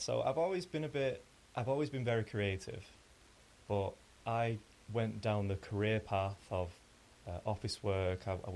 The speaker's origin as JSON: {"language": "English", "town": "Dukinfield", "region": "North West England", "country": "United Kingdom", "tie": "born or raised there", "lives_now": "Mossley, United Kingdom", "said": "I'm 33. I've grown up here. I live in Mosley, but I grew up in Duckingfield. And yeah, I'm a local, an artist."}